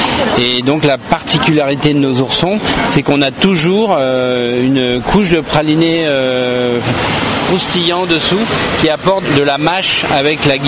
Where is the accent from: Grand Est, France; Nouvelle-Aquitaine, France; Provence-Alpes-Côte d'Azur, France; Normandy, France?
Grand Est, France; Troyes; je suis originaire de Troyes